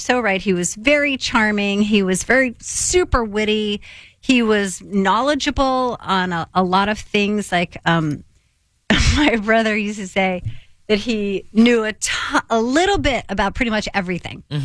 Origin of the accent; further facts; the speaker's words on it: New York, United States; I grew up in Austin, New York during the time